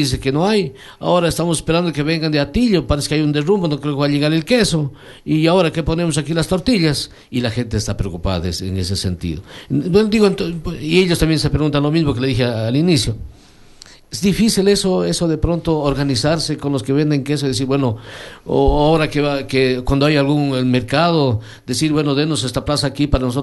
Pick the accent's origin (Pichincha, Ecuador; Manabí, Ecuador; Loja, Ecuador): Loja, Ecuador; now in Ecuadorian Amazon (Oriente), Ecuador; mi tierra Loja